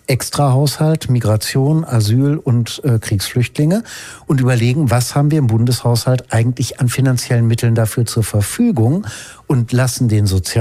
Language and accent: German; North Rhine-Westphalia, Germany; Ich komme ja aus dem Ruhrgebiet